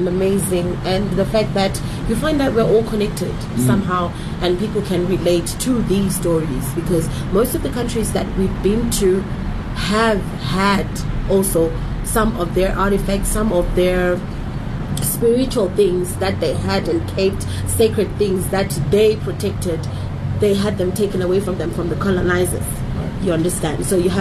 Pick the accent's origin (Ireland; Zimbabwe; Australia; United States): Zimbabwe; from Zimbabwe